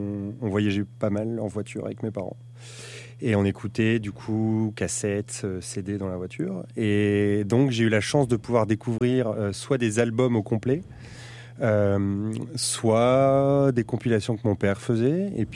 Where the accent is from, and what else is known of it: Metz, Grand Est, France; born or raised there; also born or lived in Soissons / Saint-Quentin